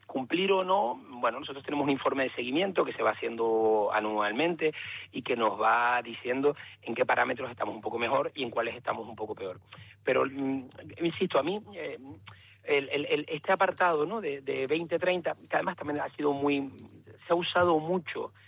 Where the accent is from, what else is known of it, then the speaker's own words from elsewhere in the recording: Canary Islands, Spain; ¿Cómo somos los canarios?